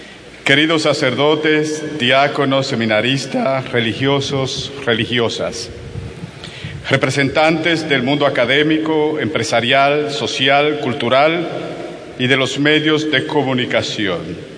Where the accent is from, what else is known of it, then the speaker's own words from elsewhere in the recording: San Francisco de Macorís, Duarte, Dominican Republic; born there; also born or lived in Barahona; todos los que han venido desde Barahona, de donde vengo, y de San Francisco de Macorís, donde nací y di los primeros pasos en la fe.